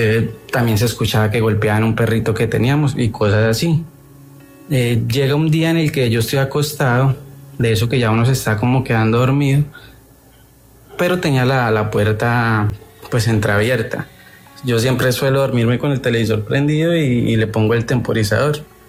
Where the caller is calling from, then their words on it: Tolima, Colombia; yo soy del Tolima